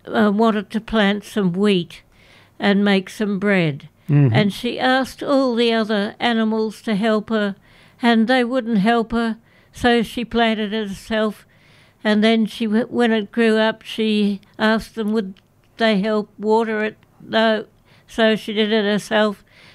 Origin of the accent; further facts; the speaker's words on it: Canberra, Australian Capital Territory, Australia; I grew up in Griffith in Canberra.